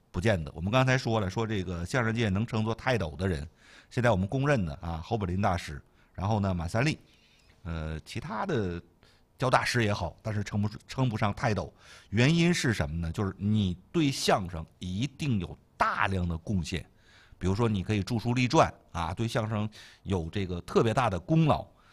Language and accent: Chinese; Tianjin, China